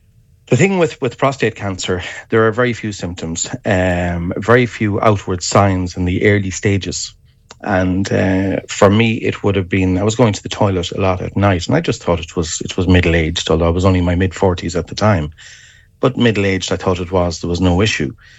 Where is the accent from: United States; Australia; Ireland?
Ireland; Charlestown, Connacht; moved away